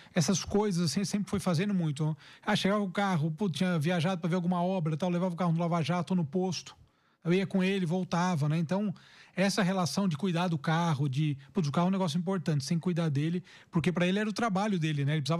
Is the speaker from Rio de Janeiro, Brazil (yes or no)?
no; Rio Claro, São Paulo, Brazil; born there; Não sou do interior. Eu nasci em Rio Claro, mas minha família toda é de Araraquara, né?